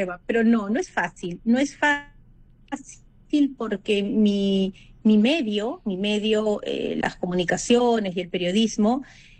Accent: Peru; para reencontrarnos como peruanos, para unirnos, pero sobre todo para reafirmar nuestra fe católica, para no tener miedo a decir, sí, yo soy católico, sí, yo voy a misa, sí, yo rezo el rosario.

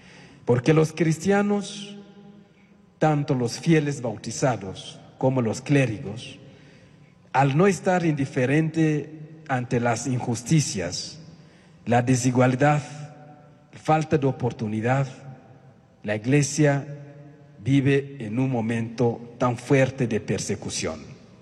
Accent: Bukavu, South Kivu, DR Congo; moved away; el arzobispo de Bukavu, de la arquidiócesis de donde yo vengo, la parte este del Congo.

